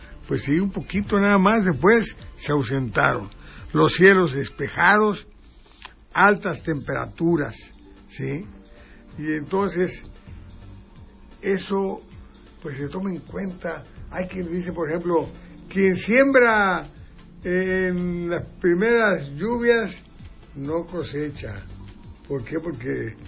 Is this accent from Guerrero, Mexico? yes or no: yes; Zihuatanejo, Guerrero, Mexico; yo recuerdo de niño que veía aquí en Zihuatanejo la Vía Láctea